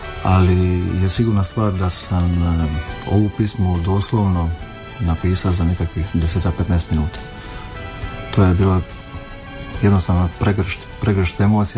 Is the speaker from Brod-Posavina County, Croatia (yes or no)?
no; Vis, Split-Dalmatia County, Croatia; Pa ja sam Dalmatinac, Bože, ja sam rodom Višanin